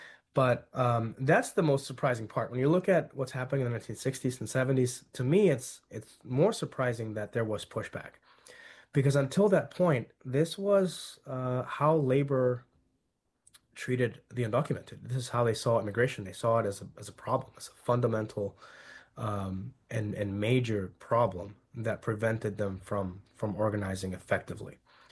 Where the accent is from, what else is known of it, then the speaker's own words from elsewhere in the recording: California, United States; I grew up in Central California, the home of the farm workers movement.